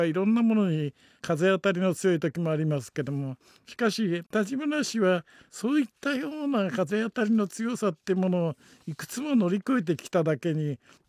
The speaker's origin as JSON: {"language": "Japanese", "town": "Sapporo", "region": "Hokkaido", "country": "Japan", "tie": "born or raised there", "said": "この私の故郷の札幌で行われたシンポジウムなんですね。"}